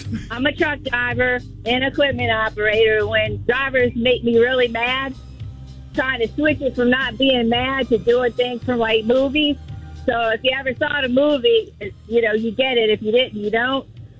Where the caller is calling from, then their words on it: Louisiana, United States; I'm from Louisiana